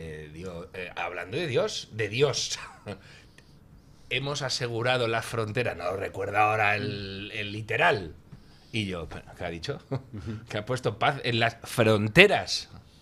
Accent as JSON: {"language": "Spanish", "town": "Madrid", "region": "Community of Madrid", "country": "Spain", "said": "si los madrileños hemos sido así"}